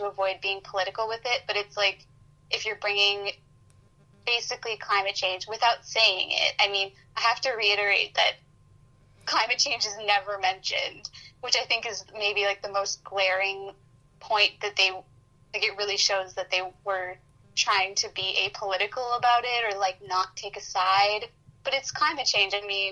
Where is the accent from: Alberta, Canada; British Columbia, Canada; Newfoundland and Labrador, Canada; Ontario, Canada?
British Columbia, Canada; Vancouver; because I'm from Vancouver, and I go to Victoria pretty frequently